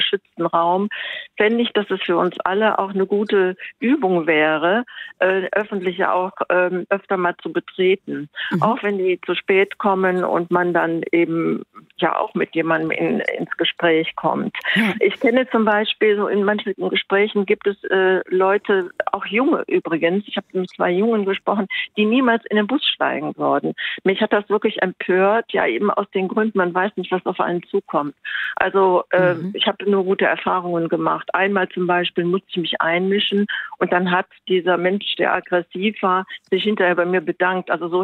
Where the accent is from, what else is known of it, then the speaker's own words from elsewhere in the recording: Mönchengladbach, North Rhine-Westphalia, Germany; Ich komme aus Mönchengladbach, wir haben das Problem auch ziemlich stark.